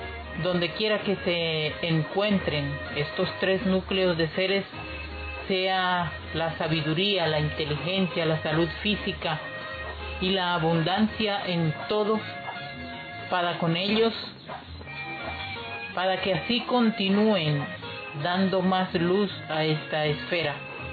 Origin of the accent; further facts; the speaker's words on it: Sampués, Sucre, Colombia; also born or lived in Sincelejo, Colombia; Nací en la ciudad de Sincelejo, me crié en San Pues. Mi mamá es del departamento del Magdalena y mi papá del departamento de Sucre.